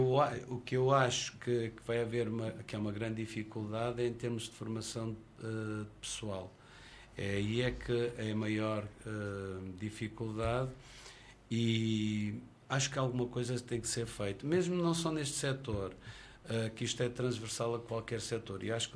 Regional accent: Centro, Portugal; E eu, como beirão que sou, acredito muito na Cova da Beira.

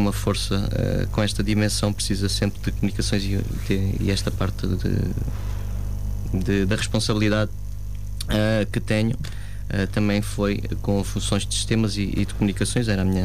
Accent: Vidigueira, Alentejo, Portugal; sou aqui natural da Vidigueira

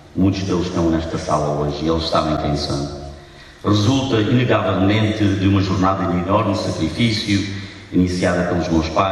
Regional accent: Veiros, Portugal; moved away; à minha terra natal, por terem ajudado a tornar-me o homem que sou hoje.

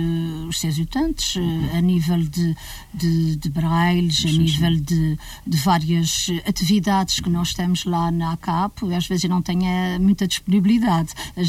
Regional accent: Nordeste, Azores, Portugal; eu sou natural do Nordeste.

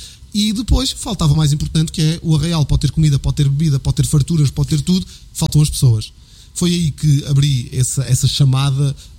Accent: Abrantes, Santarém, Portugal; now in Lisbon, Portugal; origens e tenho sempre uma ligação, apesar de viver em Lisboa, tenho uma ligação sempre muito forte à minha terra. E eu queria gravar cá o videoclipe porque me fazia sentido. Festa da aldeia e tudo, não ia para outra aldeia qualquer, tinha que ser em Abrantes.

